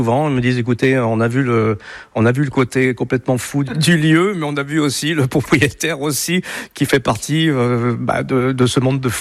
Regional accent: Montargis, Centre-Val de Loire, France; moved away; Moi, je suis originaire de Montargis dans le Loiret. Alors, vous voyez, ça n'a rien à voir. Ça fait 40 et quelques années que je suis en Isère.

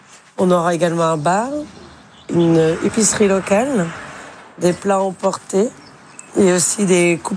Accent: Port-Louis, Brittany, France; moved away as an adult; also born or lived in Switzerland; now in Douarnenez, France; Je suis originaire de la commune de Port-Louis, en face de Lorient.

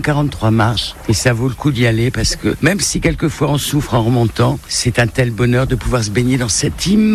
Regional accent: Hauts-de-France, France; now in Cap-d'Ail area (La Mala), France; Moi, je suis venue quand j'étais toute petite, en vacances, parce que je suis originaire du Nord. Et le hasard a fait que je suis venue habiter dans la région. Et je me suis retrouvée habiter en haut de la Mala.

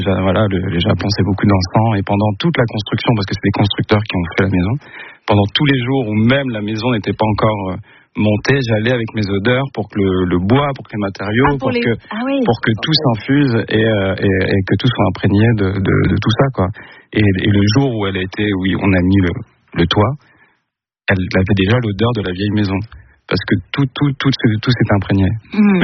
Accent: Boulogne-sur-Mer, Hauts-de-France, France

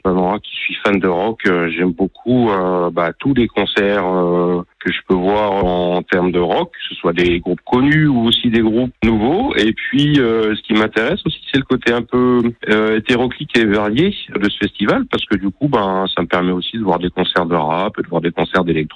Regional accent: Marseille, Provence-Alpes-Côte d'Azur, France; À la base, je viens de Marseille et à l'époque j'étais étudiant à Marseille

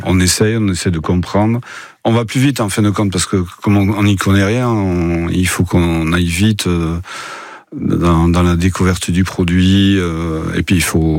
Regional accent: Saint-Jean-de-Luz, Nouvelle-Aquitaine, France; born there; Moi, je suis né à Saint-Jean-de-Luz.

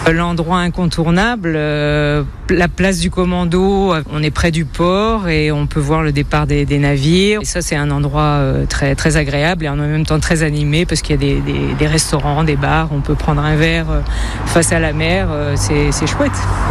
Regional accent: Pays de la Loire, France; now in Saint-Nazaire, France; C'est ma ville de cœur maintenant, alors que d'origine, j'étais de Vendée. J'aime beaucoup la Vendée. J'étais fière d'être vendéenne, mais maintenant, je suis fière d'être nazérienne.

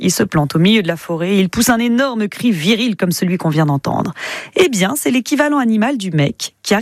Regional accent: Bordeaux, Nouvelle-Aquitaine, France; born there; Ouais, moi personnellement, je suis bordelais de naissance

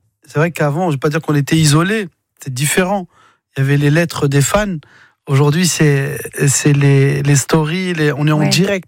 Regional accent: Mantes-la-Jolie, Île-de-France, France; je viens de Mantes-la-Jolie, d'un milieu ouvrier.

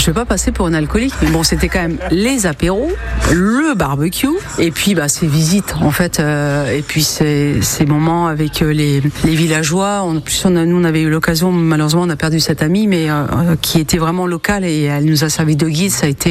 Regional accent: Épernay, Grand Est, France; Donc je suis de Épernay. Mon petit plaisir de l'été, c'est de faire du VTT dans les vignes.

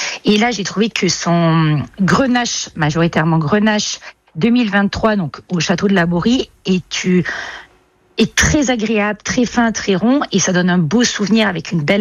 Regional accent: Rhône Valley, France; chez nous en Vallée du Rhône

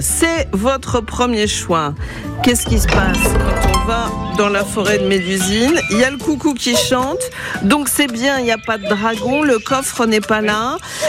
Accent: Nouvelle-Aquitaine, France; dans les villages chez nous, dans le Poitou

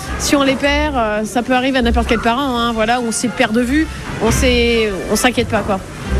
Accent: Aix-en-Provence, Provence-Alpes-Côte d'Azur, France; Nous, on est d'Aix-en-Provence et on vient souvent dans le coin

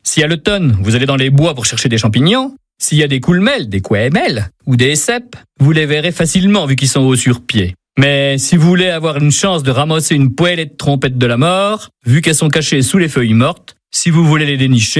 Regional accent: Bourges, Centre-Val de Loire, France; also born or lived in Reuilly; Dans ma jeunesse, j'habitais à Bourges, tout près de la cathédrale.

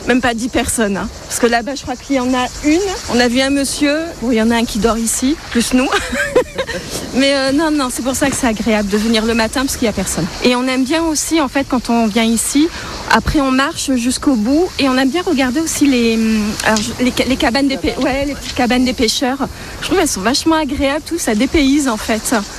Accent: Nice, Provence-Alpes-Côte d'Azur, France

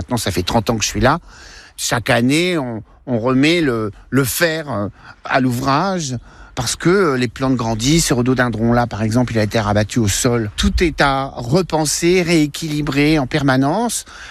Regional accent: Barneville, Normandy, France; born or raised there

